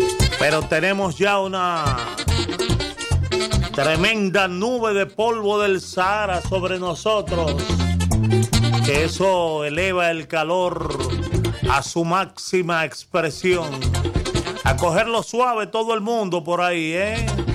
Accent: Dominican Republic; Nos sentimos orgullosos de ser dominicanos.

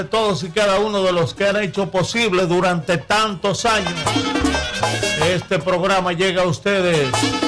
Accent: Dominican Republic; nuestra querida Quisqueya.

